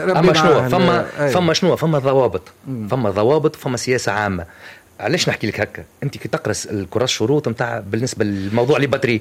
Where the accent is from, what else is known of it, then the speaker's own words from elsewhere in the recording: Tunisia; وعندنا في تونس